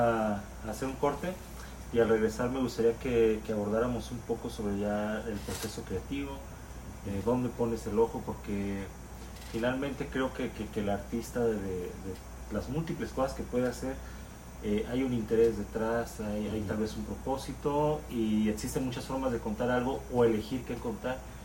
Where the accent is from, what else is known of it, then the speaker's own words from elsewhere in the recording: Autlán, Jalisco, Mexico; also born or lived in Guadalajara; Fíjate que yo nací en Guadalajara, pero me vine muy joven a vivir acá. Y cuando estoy aquí, digo que soy de Guadalajara, y cuando estoy en Guadalajara, digo que soy de Autlán.